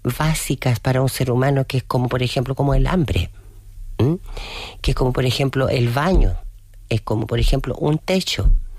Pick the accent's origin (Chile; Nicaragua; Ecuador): Chile; habemos chilenos ricos, perdón, hay chilenos ricos y habemos chilenos pobres.